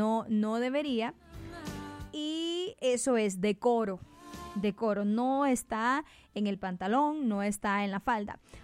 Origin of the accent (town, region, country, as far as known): Honduras